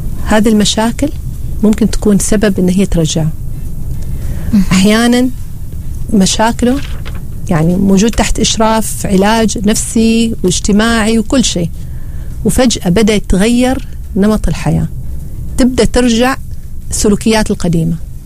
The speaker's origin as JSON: {"language": "Arabic", "country": "Oman", "said": "احنا عندنا في عمان وفي دول الخليج"}